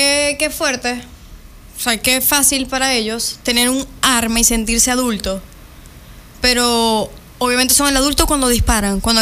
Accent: Venezuela; moved away; Amo mi tierra, pero no hay nada que hacer allá.

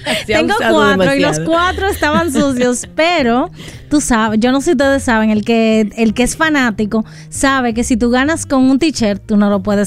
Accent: Dominican Republic; nosotros como dominicanos

